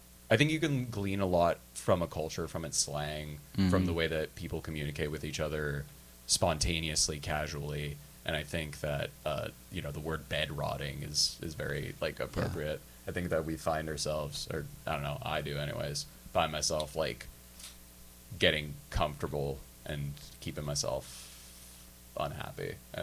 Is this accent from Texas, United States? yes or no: no; Davis, California, United States; now in Sacramento, United States; I'm from Davis.